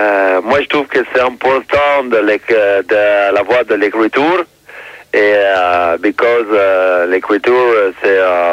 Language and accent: French; London, United Kingdom; French is a second language; Je parle un peu français, je suis de Londres